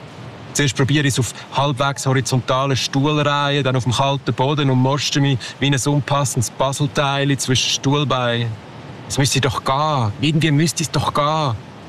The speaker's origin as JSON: {"language": "German", "region": "Aargau", "country": "Switzerland", "tie": "born there", "said": "ich bin nicht in einer Kleinstadt aufgewachsen, ich bin auf dem Land aufgewachsen."}